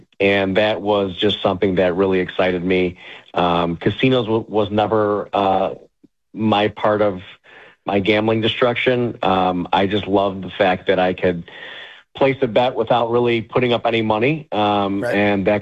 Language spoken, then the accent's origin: English; Chicago, Illinois, United States; I grew up in Chicago's Little Italy neighborhood